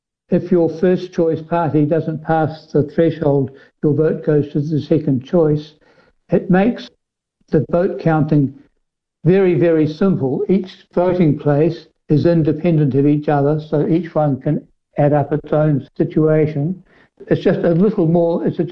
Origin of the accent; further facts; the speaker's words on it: New Zealand; moved away as an adult; now in Bordeaux, France; Well, I guess I'm still a New Zealander. I love New Zealand, but I had to choose between one or other. I'm married to a French woman, so I'm here